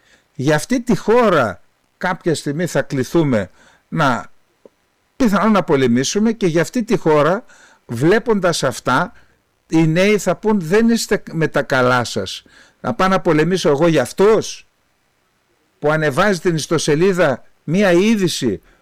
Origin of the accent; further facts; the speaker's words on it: Greece; Έβλεπα ως Έλληνας πολίτης τι συμβαίνει.